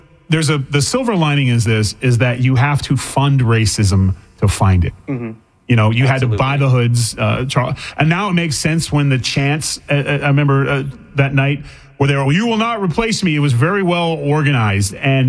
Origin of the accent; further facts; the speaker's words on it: California, United States; I grew up in California. I won't bring my family to California anymore.